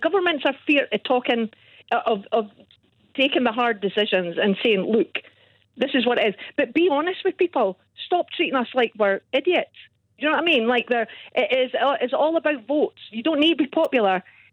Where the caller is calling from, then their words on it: Aberdeen, Scotland, United Kingdom; I'm in Aberdeen. I see it. I see families.